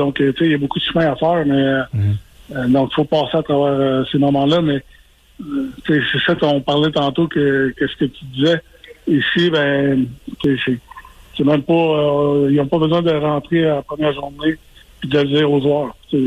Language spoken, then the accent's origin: French; Quebec, Canada; étant donné que je suis Québécois